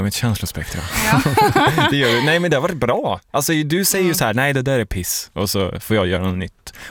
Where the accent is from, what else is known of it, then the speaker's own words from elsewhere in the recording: Kil, Värmland, Sweden; Nej, men vi kommer ju bara från Kil.